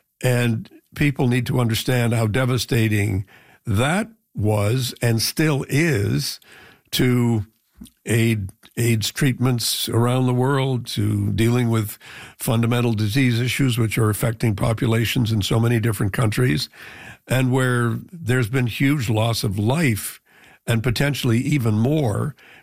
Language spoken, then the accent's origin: English; Canada; There were ways in which as a Canadian diplomat, you could talk and say